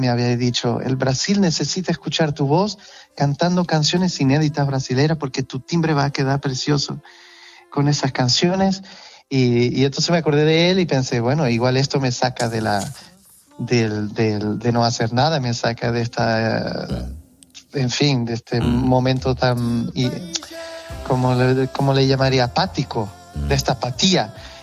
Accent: Portugal; accent: Portuguese from Portugal; Spanish is a second language; la única cosa que me distingue aquí es mi acento, ¿no? Mi acento de portugués de Portug

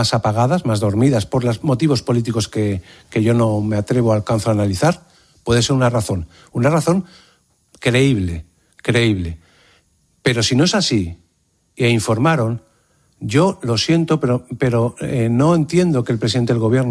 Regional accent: Spain; Bueno, pues yo sí creo, como español, que tenemos que buscar un responsable.

